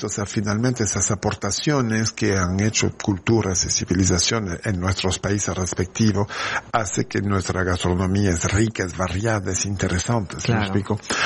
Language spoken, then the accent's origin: Spanish; Provence-Alpes-Côte d'Azur, France; Yo soy del sur de Francia, de la Costa Azul.